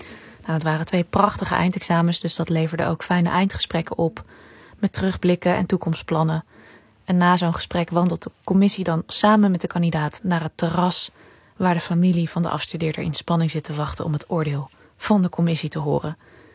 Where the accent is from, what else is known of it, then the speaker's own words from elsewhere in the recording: Amersfoort, Utrecht, Netherlands; En ik ben opgegroeid in Amersfoort, dus die toren voelt een beetje als mijn toren.